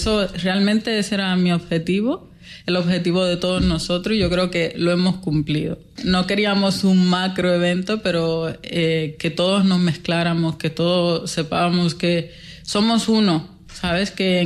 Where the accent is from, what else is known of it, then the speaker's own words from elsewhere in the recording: Dominican Republic; now in Spain; Yo vengo de República Dominicana.